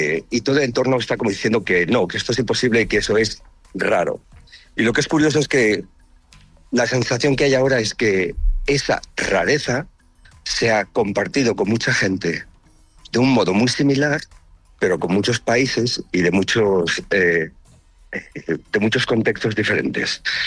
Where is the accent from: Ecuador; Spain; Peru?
Spain; Tortosa, Catalonia; born there; Yo, como ciudadano que nací aquí en Tortosa